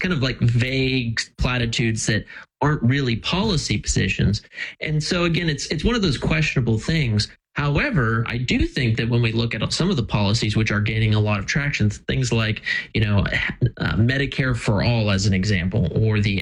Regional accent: United States; I'm a constitutionalist. I'm an American.

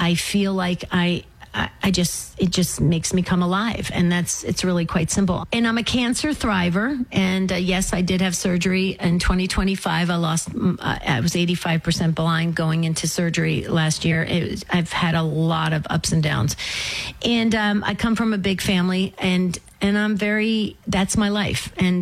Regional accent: New Jersey, United States; born or raised there; moved away as an adult; now in Arizona, United States

